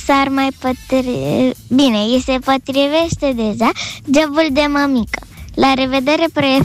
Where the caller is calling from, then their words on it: Bucharest, Romania; din București. Am 9 ani